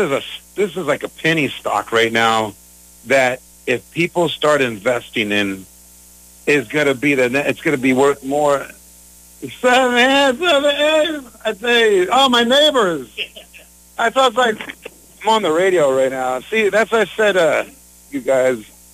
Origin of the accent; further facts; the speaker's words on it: California, United States; moved away as an adult; also born or lived in Riverside, California / Pittsburg, California; now in Vallejo, United States; I am proud to live at a waterfront city. My whole life, because I grew up at the Orange County coastline, it was, I want to live by the water. And I got to do that when I moved to Pittsburgh from Riverside, California over 20 years ago.